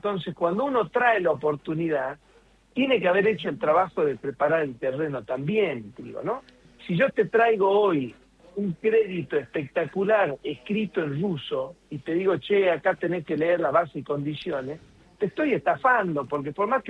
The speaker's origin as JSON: {"language": "Spanish", "country": "Argentina"}